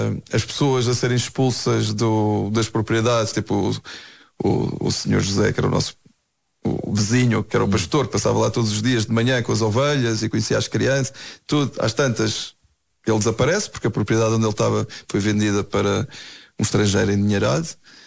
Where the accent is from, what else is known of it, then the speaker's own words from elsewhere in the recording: Mozambique; also born or lived in Brazil; now in Alentejo, Portugal; Eu sou moçambicano, na verdade.